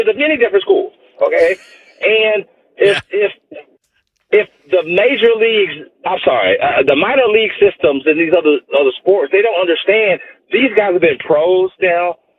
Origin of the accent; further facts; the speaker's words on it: Atlanta, Georgia, United States; and you know I'm being honest here because I'm from Atlanta